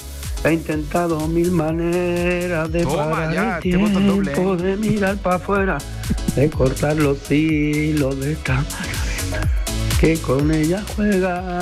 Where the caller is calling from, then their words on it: Lebrija, Andalusia, Spain; Aquí llamo desde Lebrija